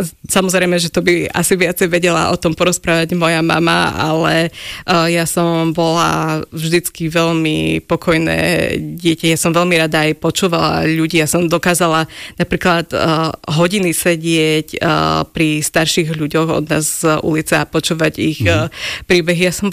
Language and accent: Slovak; Poprad, Prešov Region, Slovakia; Ja som z Popradu.